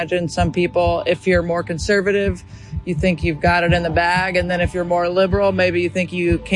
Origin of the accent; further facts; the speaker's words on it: Mount Juliet, Tennessee, United States; I'm from Mount Juliet